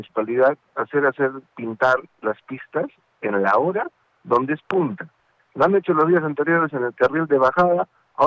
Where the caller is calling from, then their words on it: Arequipa, Peru; Soy vecino de José Luis Bustamante y Rivero.